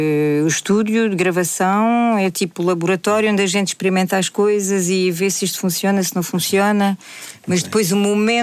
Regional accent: France; Logo eu que vim de França, uhum. não é? E que de repente pego na língua portuguesa

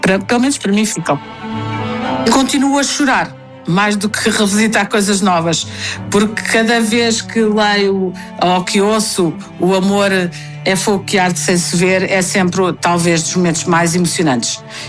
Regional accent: Portugal; quem viaja como eu e que anda por muitos mundos como português

